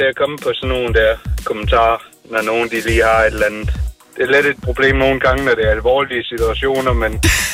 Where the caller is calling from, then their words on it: Bogense, Funen, Region of Southern Denmark, Denmark; Jeg kommer fra Bonesag.